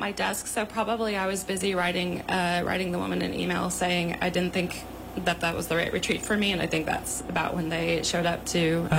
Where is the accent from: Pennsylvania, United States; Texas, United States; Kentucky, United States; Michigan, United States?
Texas, United States; now in Portland, Oregon, United States; I grew up in Texas in a super Christian household, but we did go to charismatic churches where there was like the gift of prophecy and speaking in tongues.